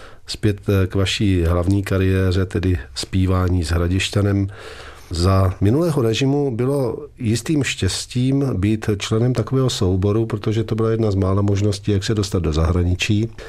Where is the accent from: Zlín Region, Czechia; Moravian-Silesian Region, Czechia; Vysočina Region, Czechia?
Vysočina Region, Czechia; já jsem z Vysočiny